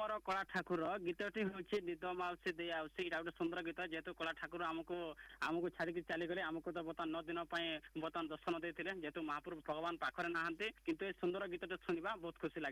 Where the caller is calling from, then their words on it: Odisha, India; ମୁଁ ଆପଣଙ୍କର ଅତି ପରିଚିତ ଶ୍ରୋତା … କହୁଛି, ଗ୍ରାମ ତାଲକା ଜିଲ୍ଲା ବଲାଙ୍ଗୀର।